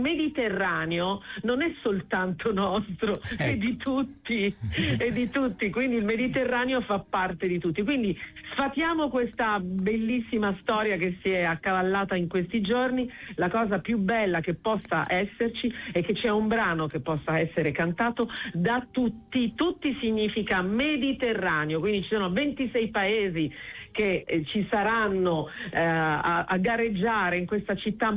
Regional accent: Taranto, Apulia, Italy; Taranto, non è che voglio dire, cioè, qualsiasi cosa io possa cantare, comunque rappresento Taranto. Sono tarantina, e poi devo essere sincera, mio padre è leccese, quindi voglio c'è tutta la nostra terra.

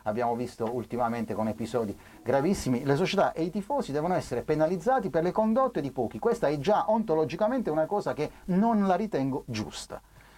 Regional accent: Taranto, Apulia, Italy; Io sono del Taranto, sono tifoso del Taranto, sono appassionato della mia città

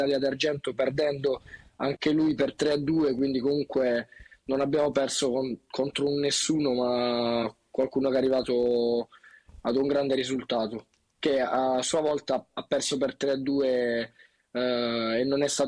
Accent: Taranto, Apulia, Italy

